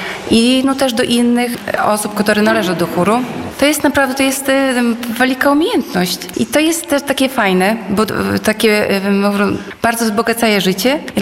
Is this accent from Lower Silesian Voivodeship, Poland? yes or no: no; Łosinka, Podlaskie Voivodeship, Poland; now in Hajnówka, Poland; No ja na przykład dojeżdżaję z Hajnówki, ale pochodzę z Łosinki i też jakby, no, związana sercem z Łosinki, tak, bo tutaj wychowała się, tutaj chodzi do szkoły, tutaj rodzice żyli